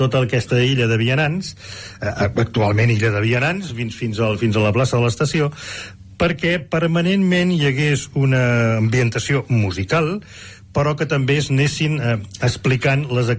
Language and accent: Catalan; Rubí, Catalonia, Spain; a la meva vila, llavors era vila, a Rubí